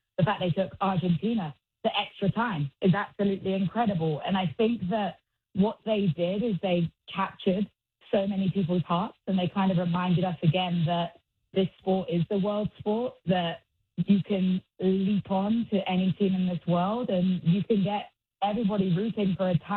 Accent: United States; We as American sports fans love sports where there's lots of goals being scored

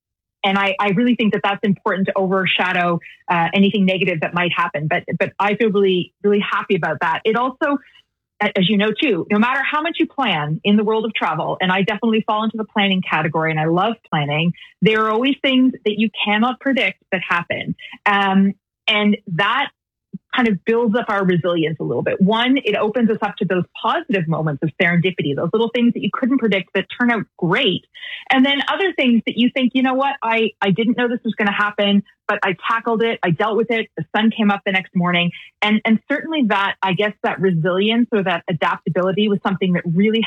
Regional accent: Canada; you know, I grew up in Canada. I speak Icelandic with an accent and I make mistakes.

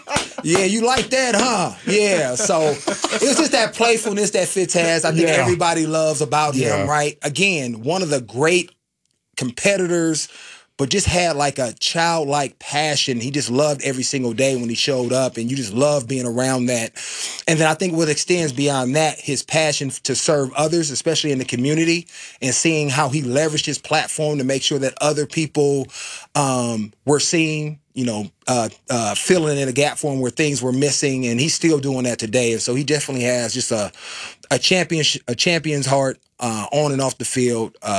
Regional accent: Oakland, California, United States; He knows I'm from Oakland. He always gives me a hard time.

